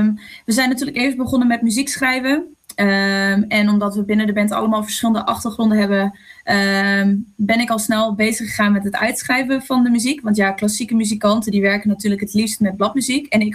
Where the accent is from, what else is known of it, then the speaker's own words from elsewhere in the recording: Friesland, Netherlands; ik kom ook uit Friesland.